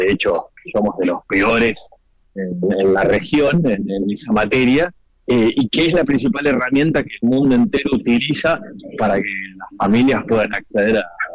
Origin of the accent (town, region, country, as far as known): Argentina